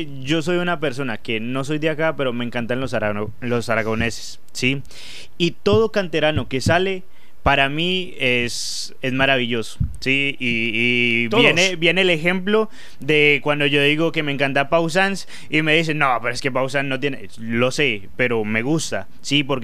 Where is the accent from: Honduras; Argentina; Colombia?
Colombia; now in Zaragoza, Spain; yo que soy colombiano, defiendo mis colores colombianos